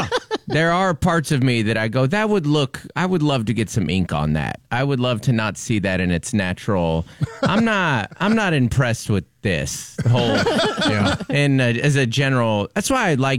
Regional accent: Seattle, Washington, United States; born or raised there

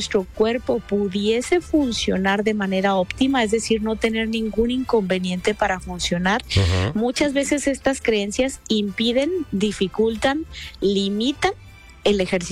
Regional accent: Mexico; nosotros, por ejemplo, nacimos en México

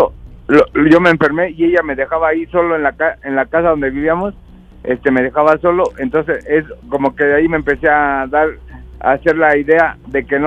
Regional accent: Mexico City, Mexico; Tengo 43 años, soy de aquí, de la Ciudad de México.

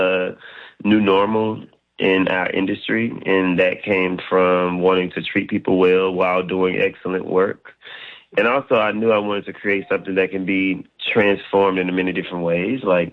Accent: Mississippi, United States; No, I'm originally from Mississippi, so definitely a Southern boy.

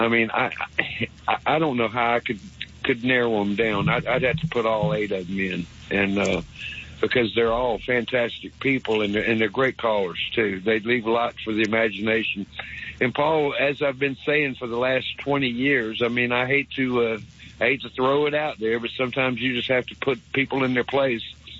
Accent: United States; I mean, you know, I'm an American, and there's some good football up there.

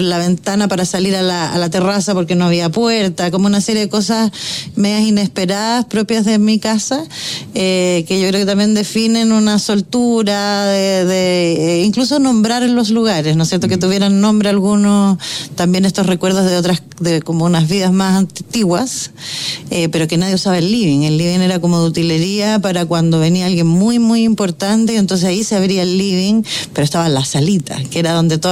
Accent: Santiago, Santiago Metropolitan Region, Chile; yo crecí en Providencia, en una calle entre como Antonio Varas, Pedro Valdivia, lo que aquí se llama la Ciudad Jardín

